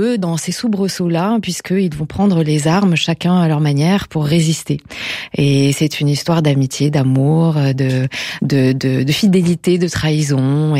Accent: Romans, Auvergne-Rhône-Alpes, France; moi j'ai grandi au pied du Vercors. J'ai grandi à Romont, qui est une petite ville.

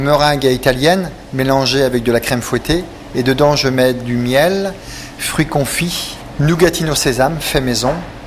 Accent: Brittany, France; Non, j'ai pas de... Je suis breton

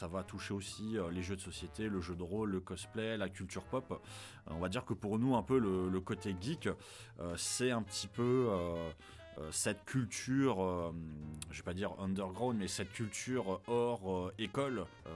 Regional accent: Grand Est, France; je suis alsacien

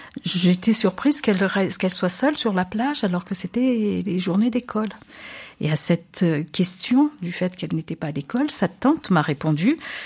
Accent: Madagascar; now in France; je suis d'origine de Madagascar, mais ça fait pratiquement un demi-siècle que je suis en France. Ah, et je rentre maintenant, ces dernières années, régulièrement pour revoir ma famille, mes origines.

